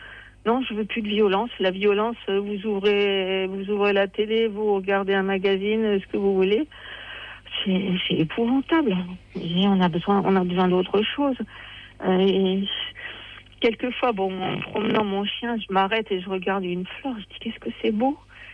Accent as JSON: {"language": "French", "town": "Seclin", "region": "Hauts-de-France", "country": "France", "tie": "born there", "said": "c'était là où je suis née à Seclin."}